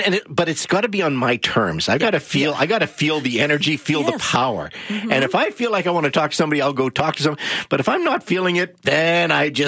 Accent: Calgary, Alberta, Canada; Sonia and I grew up together in Calgary.

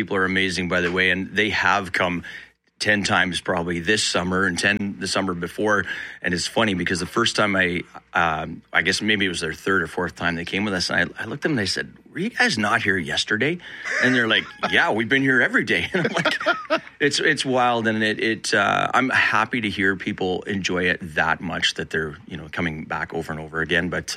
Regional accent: Roland, Manitoba, Canada; That's where my primary, I guess that was the biggest duration of my life I spent in Roland. Went to school in Carmen

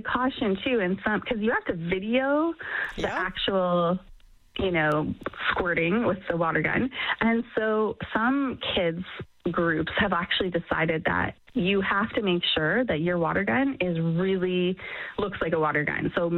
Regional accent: Leduc, Alberta, Canada; You know, if you lived maybe in a small town, I grew up in Leduc, Alberta, it would have been easier

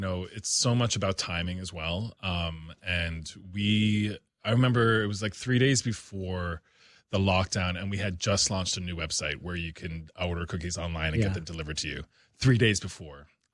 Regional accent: Newfoundland and Labrador, Canada

